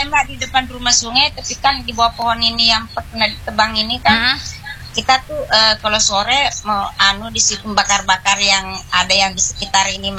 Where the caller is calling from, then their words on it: Samarinda, East Kalimantan, Indonesia; kita sebagai warga Kaltim dan Samarinda khususnya